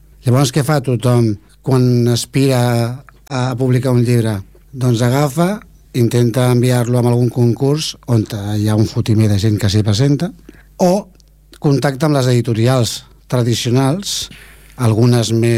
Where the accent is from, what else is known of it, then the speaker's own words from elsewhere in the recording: Esplugues de Llobregat, Catalonia, Spain; also born or lived in Barcelona; Sí, sí, perquè jo vaig néixer a Barcelona, però evidentment perquè abans la gent naixia a Barcelona, però jo he viscut a Esplugues tota la vida, sí.